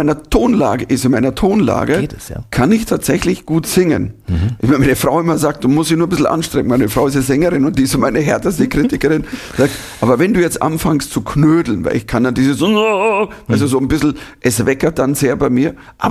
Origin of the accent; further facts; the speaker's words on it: Germany; Du stehst da als Deutscher in Amerika und in Südafrika.